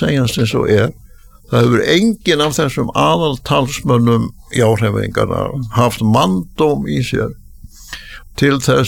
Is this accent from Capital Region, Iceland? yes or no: no; Þingeyri, Westfjords, Iceland; moved away; Það voru engur vegir og Dýrafirði í Næstufirði þegar ég var alast upp á Þingri.